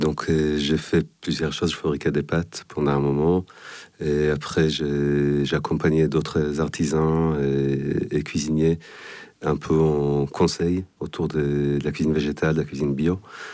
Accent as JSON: {"language": "French", "country": "Israel", "second_language": "French", "moved": "as an adult", "lives_now": "Paris, France", "said": "Tout à la base, en Israël, j'avais une formation artistique"}